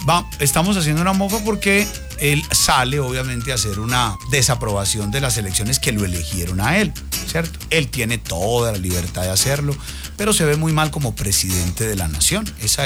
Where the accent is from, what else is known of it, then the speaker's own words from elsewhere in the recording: Colombia; el que nos representa a nosotros como colombianos